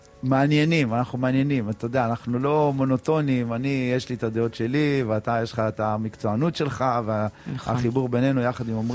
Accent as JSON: {"language": "Hebrew", "town": "Beersheba", "region": "Southern District", "country": "Israel", "said": "אני גם באר שבעי"}